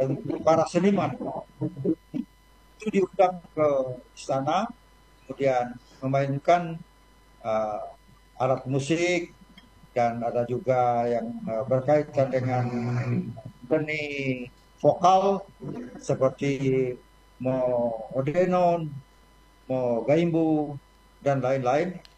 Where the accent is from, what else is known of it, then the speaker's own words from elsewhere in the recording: North Sulawesi, Indonesia; leluhur kita, orang Kolomongodo